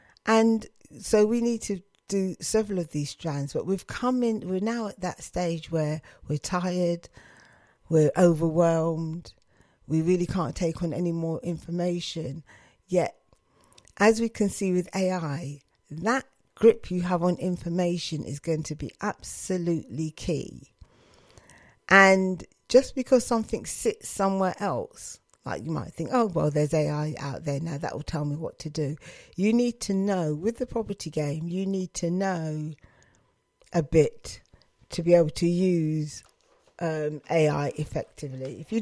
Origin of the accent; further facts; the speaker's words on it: Luton, East of England, United Kingdom; when I grew up in Bedfordshire, where we had an airport, which is now Luton London Airport.